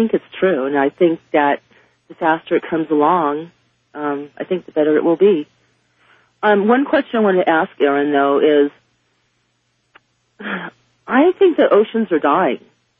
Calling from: Pendleton, Oregon, United States; I'm calling from Pendleton, Oregon.

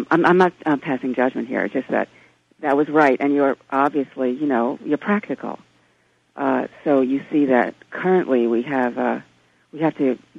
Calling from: Connecticut, United States; Yep, in central Connecticut.

